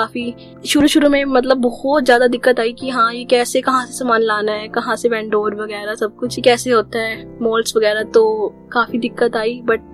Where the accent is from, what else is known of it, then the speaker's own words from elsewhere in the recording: Ambala, Haryana, India; मैं अम्बाला की रहने वाली हूँ और मैंने अपनी स्कूलिंग अम्बाला कैंट से की थी। देन मैंने अपना कोर्स किया चंडीगढ़ से वेब डिजाइनिंग का, प्रो डेवलपमेंट का।